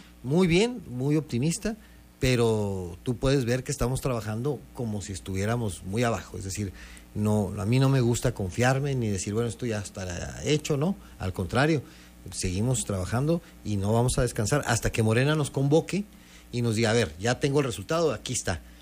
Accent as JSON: {"language": "Spanish", "town": "Ciudad Juárez", "region": "Chihuahua", "country": "Mexico", "said": "en Juárez, pues es mi tierra"}